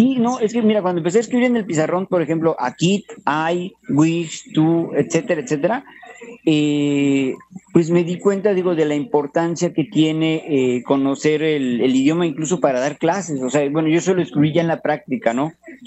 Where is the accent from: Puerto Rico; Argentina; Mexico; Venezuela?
Mexico; Papantla, Veracruz; born there; moved away; al estar de nuevo en Papantla, que es bueno donde yo nací, pues sentí la necesidad de aprender el idioma de una de las culturas pues de la que soy descendiente